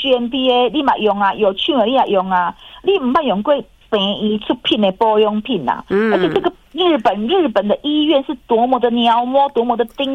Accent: Taiwan; 因为日本的日本的收入是我们台湾人的4倍。

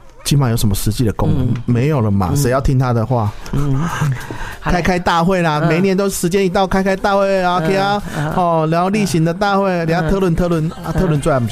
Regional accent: Taiwan; 我们台湾人

